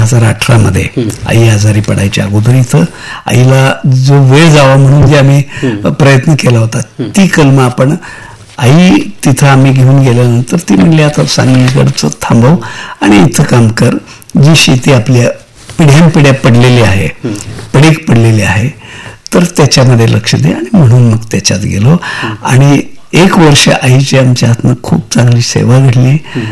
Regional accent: Aran, Maharashtra, India; born there; moved away; मी 1982 साली आमच्या गावातली पहिली बाग आरणला लावली होती.

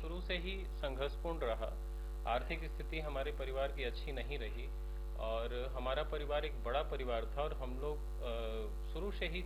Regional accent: Varanasi, Uttar Pradesh, India; जी, मेरा बचपन बनारस में गुजरा, मेरा जन्म बनारस का है

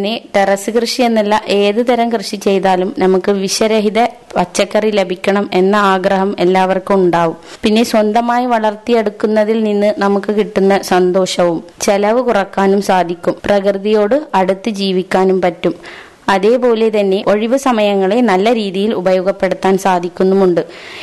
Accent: Kavaratti, Lakshadweep, India; Kavaratti സ്വദേശിനിയാണ്.

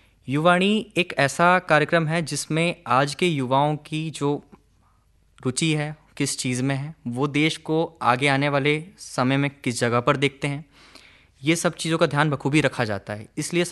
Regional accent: Chhindwara, Madhya Pradesh, India

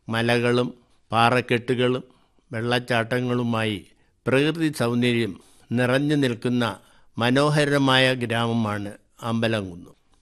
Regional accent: Kerala, India

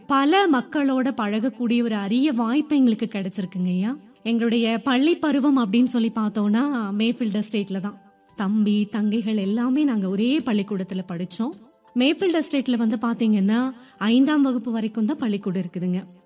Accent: Nilgiris district, Tamil Nadu, India; also born or lived in Devarshola / Coimbatore; now in Dindigul, India; நீலகிரி மாவட்டம் கூடலூர் வட்டம் Mayfield estate அப்படிங்கிற ஒரு சின்ன ஊருங்க ஐயா. அங்கதான் நாங்கள் பிறந்து வளர்ந்ததெல்லாம், படிப்பு, எங்களுடைய வாழ்க்கை

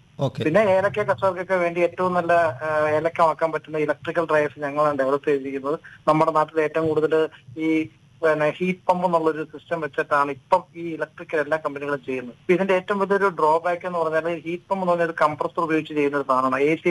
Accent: Kanjikuzhi, Kerala, India; born there; നമ്മുടെ നാട്ടിലൊക്കെ ആലപ്പുഴ കഞ്ഞിക്കുഴി അറിയാവുന്ന ഒരു ഏരിയയാണല്ലോ ഏറ്റവും കൂടുതൽ അഗ്രികൾച്ചർ ആൾക്കാരുള്ള ഏരിയയാണ് കഞ്ഞിക്കുഴി.

